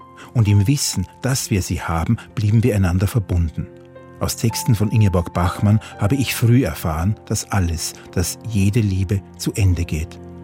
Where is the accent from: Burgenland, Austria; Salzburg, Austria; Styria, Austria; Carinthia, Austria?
Salzburg, Austria; Als sie im Juni 1971 zu einer Lesung in meine Heimatstadt Salzburg kam, war ich erst 15 und wusste noch nichts von ihr.